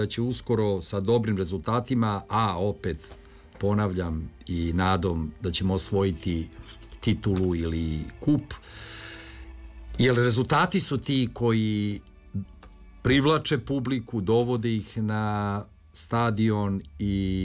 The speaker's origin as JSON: {"language": "Serbian", "region": "Belgrade", "country": "Serbia", "tie": "born or raised there", "said": "podsjeća na moje detinjstvo provedeno na Banovom brdu i Dorćolu, na neke prve simpatije, na bezbrižnost tog vremena"}